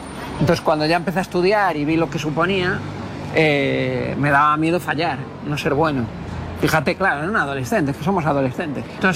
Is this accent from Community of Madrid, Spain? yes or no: no; Canary Islands, Spain; born there; Porque yo nací en Canarias, tú eres canario. No te olvides nunca, me decía así con pasión, no te olvides nunca de cuál es tu sangre.